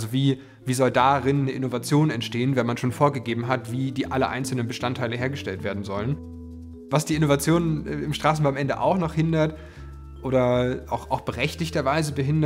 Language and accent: German; Potsdam, Brandenburg, Germany; Und wodurch unser dann eigentlich erstes Projekt schönerweise in Potsdam, also meiner Heimatstadt, stattfinden konnte.